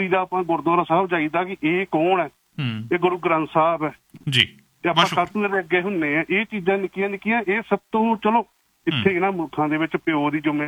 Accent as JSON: {"language": "Punjabi", "region": "Punjab", "country": "India", "said": "ਅਸੀਂ ਸਿੱਖ ਸਿੱਖ ਫੈਮਿਲੀ ਨੂੰ ਸਾਡਾ ਕਲਚਰ ਅਸੀਂ ਪੰਜਾਬ ਤੋਂ ਆ, ਸਾਡੇ 10 ਗੁਰੂ ਮਹਾਰਾਜ ਹੋਏ ਆ।"}